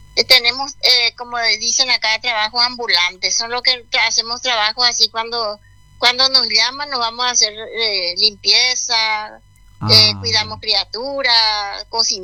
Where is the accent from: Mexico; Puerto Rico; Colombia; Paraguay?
Paraguay; Icuaporá; born there; moved away; also born or lived in Roberto L. Petit / Asunción; Yo nací en Icuaporá y después de Icuaporá inmigré a Roberto L. Petit. De Roberto L. Petit vine para Asunción y de Asunción para acá.